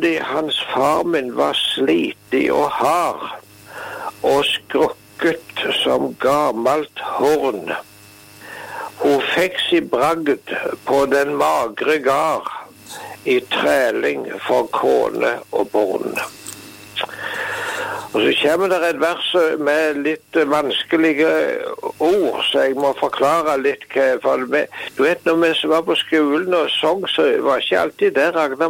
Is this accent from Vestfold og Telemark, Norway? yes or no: no; Rogaland, Norway; Men jeg tenker litt grann tilbake på Jæren der jeg vaks opp.